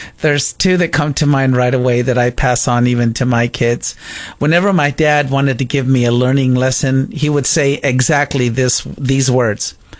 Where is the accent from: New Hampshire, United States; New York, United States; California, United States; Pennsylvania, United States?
California, United States; Wilmington; I grew up in a small town called Wilmington, and that is in Southern California. Some of the larger bordering cities would be Carson and San Pedro and Lomita. So, yeah, I grew up in Wilmington, California, the heart of the harbor.